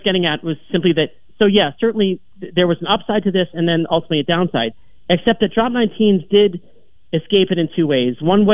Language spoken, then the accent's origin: English; United States; The other factor was we were American